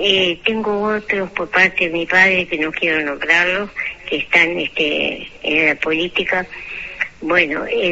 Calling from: Rocha, Uruguay; Yo tengo familiares, yo soy de Rocha, tengo familia en todo Cebollatí.

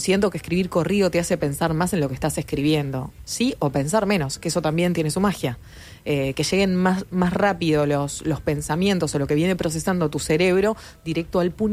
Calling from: Salinas, Canelones, Uruguay; de Salinas y bueno, yo siempre saqué fotos con cámara.

